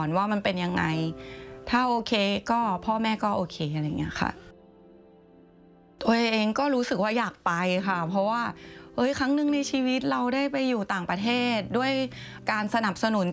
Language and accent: Thai; Isan, Thailand; ด้วยตัวเองเราเป็นคนอีสานเนอะเราก็ชอบกินอะไรเผ็ดๆแซ่บๆ